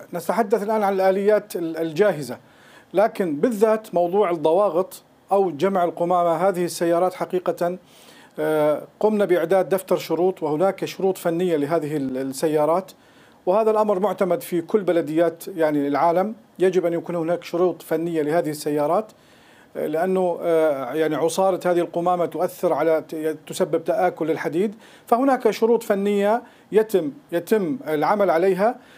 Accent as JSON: {"language": "Arabic", "country": "Syria", "said": "عندنا في سوريا"}